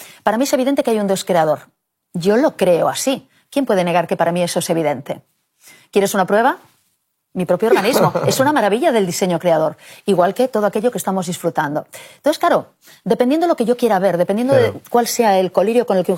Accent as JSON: {"language": "Spanish", "region": "Galicia", "country": "Spain", "said": "es una frase que dicen mucho en Galicia, en mi tierra"}